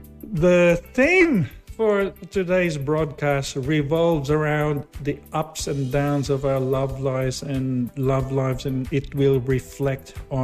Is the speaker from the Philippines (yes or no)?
yes; Philippines; now in Blacktown, Australia; us Filipinos living and working abroad